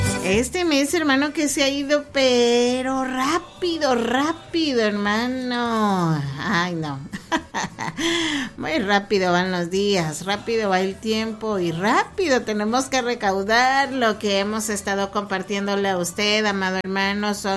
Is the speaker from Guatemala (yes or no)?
yes; Guatemala